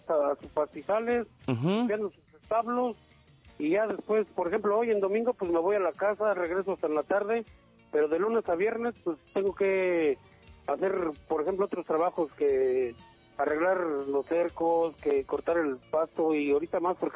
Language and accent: Spanish; Nezahualcóyotl, State of Mexico, Mexico; now in United States; Yo soy originario, nacido en la Ciudad de México, pero criado un tiempecillo en Zagualcoyo, y ya después pues vagando por todo, ahora sí que por muchas partes de México, y hasta ahora estos 26 años de mi vida que he dejado por acá